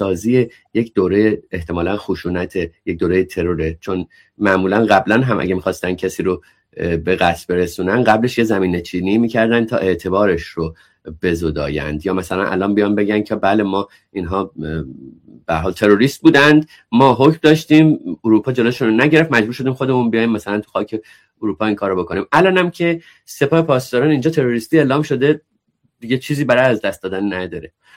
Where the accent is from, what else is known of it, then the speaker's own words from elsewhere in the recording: Iran; ما که غریبه نیستیم، ما خودمون ایرانی هستیم، حتما با ما میان صحبت میکنن.